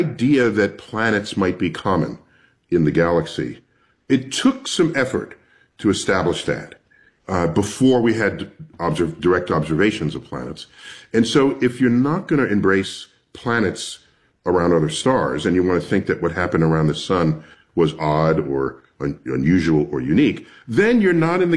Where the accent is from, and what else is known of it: New York City, New York, United States; born or raised there